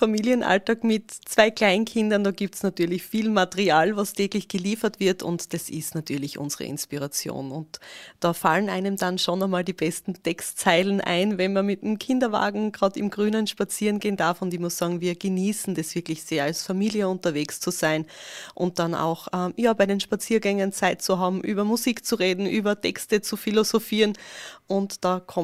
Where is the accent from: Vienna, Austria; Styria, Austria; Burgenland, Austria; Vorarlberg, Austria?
Styria, Austria; Söchau; Ich komme ja aus Söcher bei Fürstenfeld